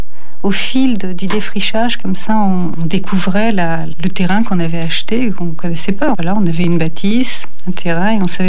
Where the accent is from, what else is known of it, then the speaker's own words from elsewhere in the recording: Paris, Île-de-France, France; moved away as an adult; now in Saint-Jean-du-Gard, France; je suis originaire de Paris. Je me suis installée, comme beaucoup de gens, dans les années 70 en Cévennes, dans la vallée Borgne. Et je suis restée une quinzaine d'années dans la vallée Borgne.